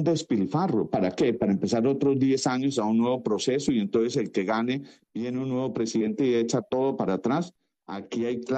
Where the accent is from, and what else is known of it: Colombia